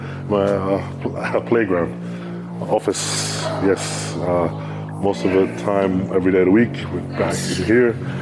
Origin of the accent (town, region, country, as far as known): Nigeria